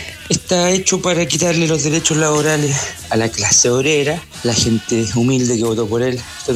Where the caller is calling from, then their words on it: Viña del Mar, Valparaíso, Chile